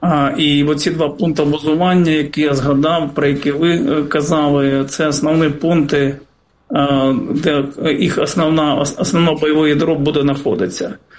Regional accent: Sevastopol, Ukraine; я сам з Севастополя

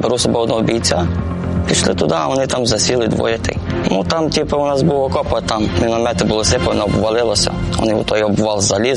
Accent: Zastavna, Chernivtsi Oblast, Ukraine; Сам з Чернівецької області, місто Заставна.

